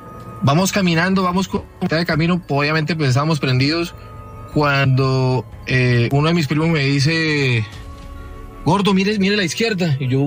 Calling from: Cúcuta, Norte de Santander, Colombia; cuando vivía con mis abuelos aquí en Cúcuta. Yo soy de Cúcuta, norte de Santander.

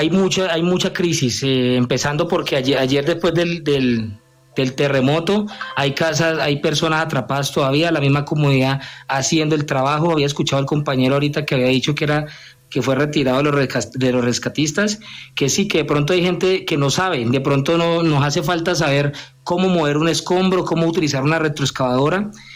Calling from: Buenaventura, Valle del Cauca, Colombia; Yo soy de Buenaventura.

